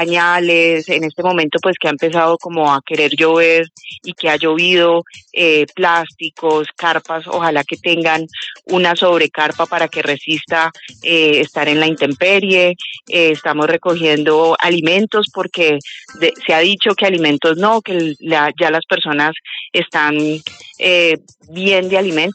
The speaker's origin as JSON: {"language": "Spanish", "town": "Cali", "region": "Valle del Cauca", "country": "Colombia", "said": "tenemos que seguirnos moviendo como caleños, como vallecaucanos y como colombianos para esto salga nuevamente adelante, porque podemos."}